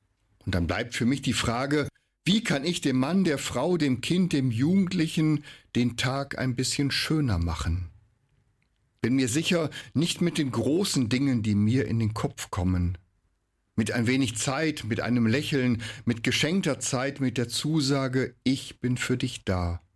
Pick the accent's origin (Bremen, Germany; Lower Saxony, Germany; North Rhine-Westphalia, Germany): North Rhine-Westphalia, Germany; Wesel; Geboren und aufgewachsen in Wesel am Niederrhein